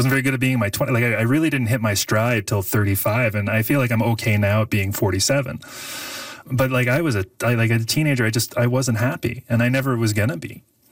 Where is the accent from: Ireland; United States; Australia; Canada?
Canada; Somerset; that sort of experience that I had growing up in Somerset isn't, like, it's not the definitive growing up Canadian experience, but it is a growing up Canadian experience.